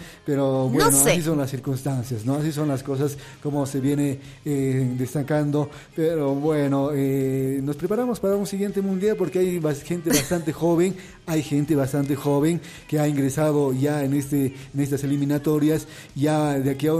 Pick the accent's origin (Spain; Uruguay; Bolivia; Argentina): Bolivia; todo lo que nosotros tenemos como, como bolivianos